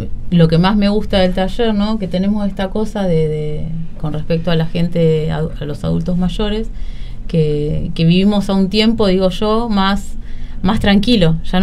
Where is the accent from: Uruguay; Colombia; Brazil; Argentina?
Argentina; General Rodríguez, Buenos Aires Province; soy artista plástica de General Rodríguez